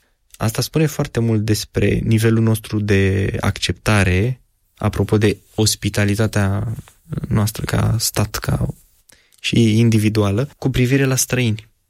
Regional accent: Romania

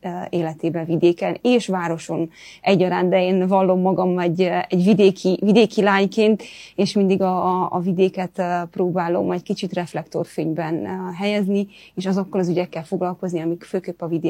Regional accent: Sic, Cluj County, Romania; Nagyon büszke vagyok arra, hogy Széken születtem és Széken nőttem fel. Nagyon erős helyi identitással ruházott ez fel

